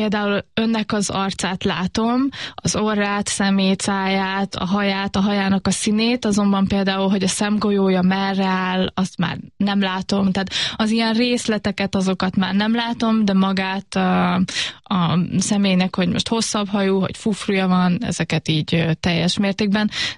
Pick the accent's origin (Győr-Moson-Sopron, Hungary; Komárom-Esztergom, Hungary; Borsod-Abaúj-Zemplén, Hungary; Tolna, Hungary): Tolna, Hungary; Paks; mi egy kisebb városban nőttünk fel, Paksa lásson